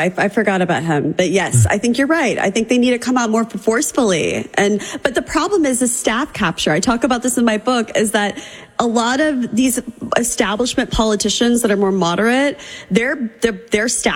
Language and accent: English; Missouri, United States; We're both from Missouri.